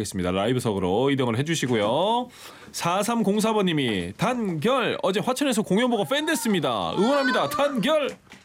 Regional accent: Ulsan, South Korea; now in Seoul, South Korea; 저는 울산 출신이고.

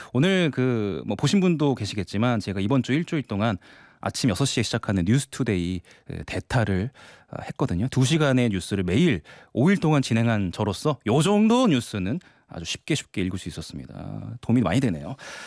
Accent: Jeonju, North Jeolla, South Korea; 아, 제 고향이 전주인데 여기도 이렇게 덥네요.

